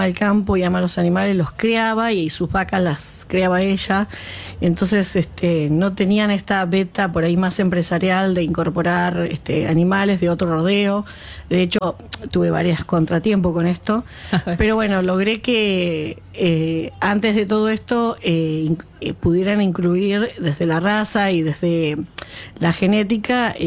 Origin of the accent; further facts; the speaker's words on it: Tapalqué, Buenos Aires Province, Argentina; de mi pueblo, que es Tapalqué